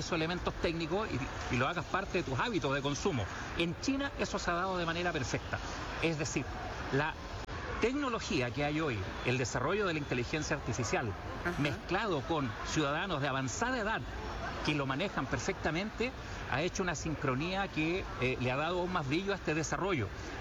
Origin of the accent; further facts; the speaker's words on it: Chile; vengo de Chile